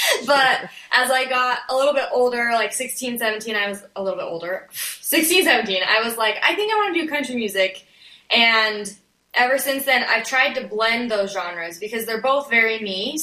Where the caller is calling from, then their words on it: Spanish Fork, Utah, United States; I'm joining from Spanish Fork, Utah, so we're not far from each other